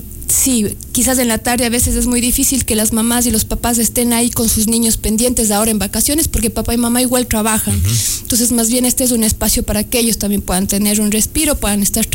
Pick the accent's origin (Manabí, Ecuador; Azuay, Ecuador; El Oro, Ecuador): Azuay, Ecuador; Cuenca; now in Baños, Ecuador; yo vengo de Cuenca.